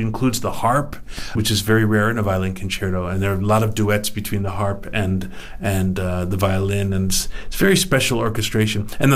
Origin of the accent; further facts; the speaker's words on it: Indiana, United States; and I'm from the Midwest myself, from Indiana, not too far away, and it's just good to be here.